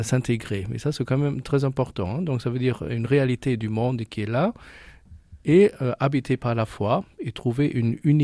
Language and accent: French; Germany; parce que moi, en tant qu'Allemand, donc, je ne connaissais pas du tout avant.